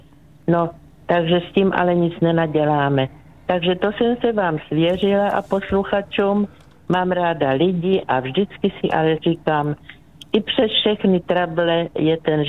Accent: South Moravian Region, Czechia; Takže já jsem z Moravy, takže tam od Břeclavy, takže u nás bylo vždycky vína dost, tatínek dělal víno

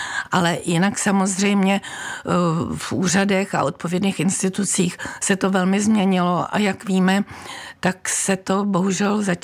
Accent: Prague, Czechia; Všimla jsem si jako Pražačka, bydlela jsem na Vinohradech

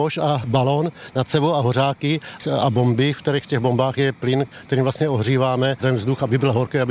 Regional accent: Brno, South Moravian Region, Czechia; jsem z Brna.

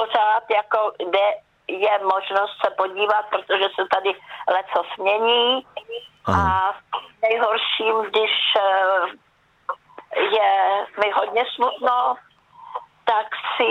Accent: Plzeň Region, Czechia; bych se chtěla podívat do kraju mého dětství, to znamená na Plzeňsko.

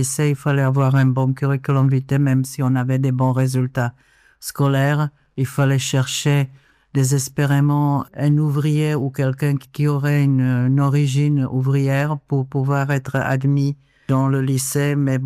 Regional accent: Plzeň, Plzeň Region, Czechia; French is a second language; moved away as an adult; also born or lived in Prague / Rokycany; now in France; 1945 à Prague. Mais j'ai vécu également à Rokycany et à Pilsen, où j'ai fréquenté l'école primaire et les cours de piano.

